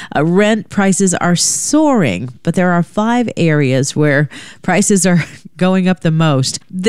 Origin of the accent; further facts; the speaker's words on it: California, United States; most of them are in my home state of California. A few of them are pretty close to where I was born and raised, in fact.